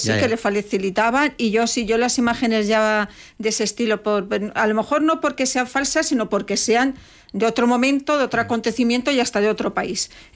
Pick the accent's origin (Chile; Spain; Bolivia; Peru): Spain; Pues vamos a ver, yo como española, pues mi deseo es que ocurra